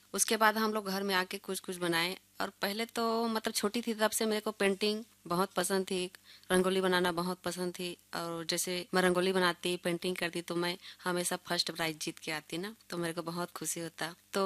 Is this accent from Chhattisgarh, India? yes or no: yes; Parsapali, Chhattisgarh, India; परसापाली की रहने वाली हूँ।